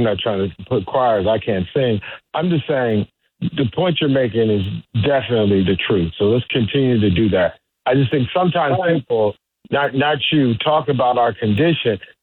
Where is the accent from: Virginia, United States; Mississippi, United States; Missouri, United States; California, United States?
Missouri, United States; St. Louis; So my when I talk about my hometown in the United States, of course, I say St. Louis because that's where I spent much of my younger life.